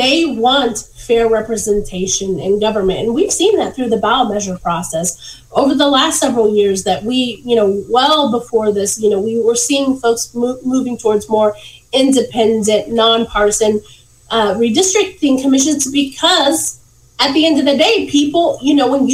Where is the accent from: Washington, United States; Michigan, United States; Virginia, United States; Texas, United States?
Texas, United States; my home state of Texas, they immediately moved forward with different things